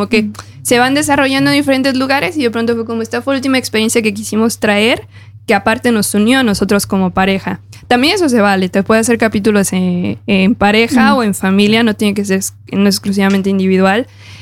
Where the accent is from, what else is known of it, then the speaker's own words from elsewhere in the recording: Aguascalientes, Mexico; moved away; yo soy hidrocálida, yo soy de Aguascalientes, y ahí tenemos nuestra versión del mole